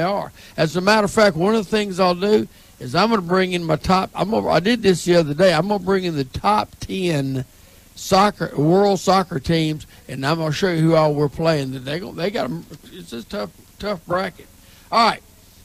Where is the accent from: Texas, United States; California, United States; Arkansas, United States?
Texas, United States; Wall; I'm from Wall, Texas.